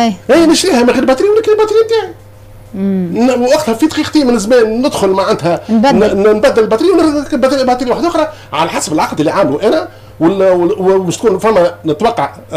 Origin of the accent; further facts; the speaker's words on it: Tunisia; عندنا في تونس